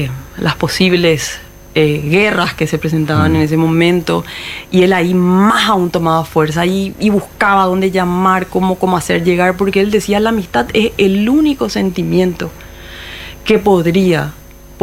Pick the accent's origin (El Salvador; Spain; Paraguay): Paraguay; todo lo que como paraguayos siempre decimos que tenemos.